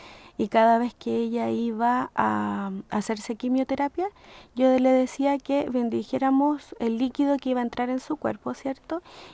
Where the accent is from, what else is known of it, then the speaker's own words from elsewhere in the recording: Cauquenes, Maule, Chile; moved away as an adult; also born or lived in Santiago; yo estudié estas terapias en Santiago, si bien nací acá en Cauquenes, estudié acá en Cauquenes, me fui a Santiago